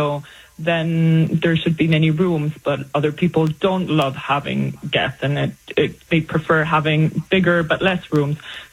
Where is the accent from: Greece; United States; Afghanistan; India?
Greece; I am from Greece. I've grown up going to Antiparos, and it's my island that feels like home every summer.